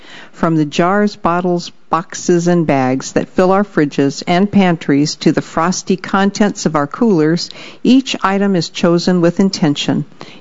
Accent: Arizona, United States; Well, we're from Arizona, but that's still, it's not the South like the southeastern United States.

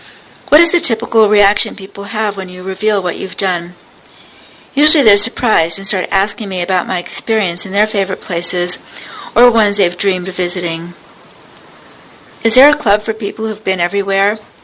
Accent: Indiana, United States; also born or lived in 15 countries; Growing up in Indiana, we often had tornado warnings where the sky would turn green and pink, followed by epic storms.

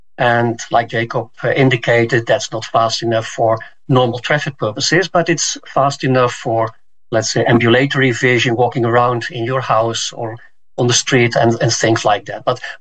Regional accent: Netherlands; I'm from the Netherlands

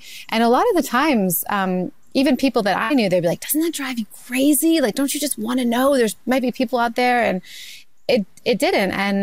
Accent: Canada; I am just always trying to set things in Canada about Canadians because I'm Canadian and like, why not?

